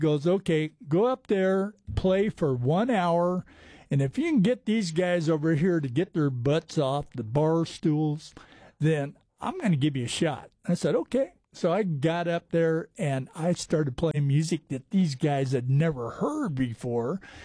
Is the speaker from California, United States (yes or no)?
yes; California, United States; hey, man, I'm from Southern California.